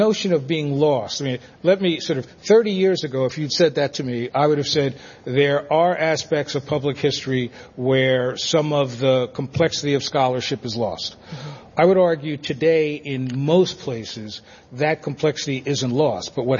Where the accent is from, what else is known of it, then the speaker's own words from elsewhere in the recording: Belleville, New Jersey, United States; also born or lived in Newark, New Jersey; I'm was born in Newark, New Jersey. Hail Jersey people. I grew up in a town called Belleville where it was overwhelmingly Italian and me.